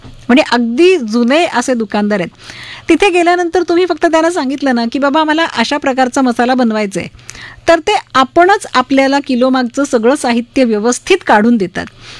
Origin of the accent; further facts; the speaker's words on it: Mumbai, Maharashtra, India; born there; आता हा भाग वेगळा आहे की तिथेच बरीच वर्ष वास्तव्य केल्याने त्या सगळ्या परिसराची ओळख आहे